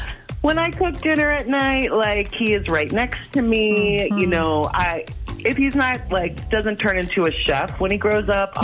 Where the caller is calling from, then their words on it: Watertown, Wisconsin, United States; I'm from Watertown.